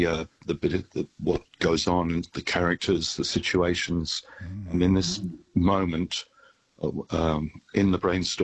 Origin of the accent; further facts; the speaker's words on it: Guernsey; I grew up in Guernsey in the Channel Islands.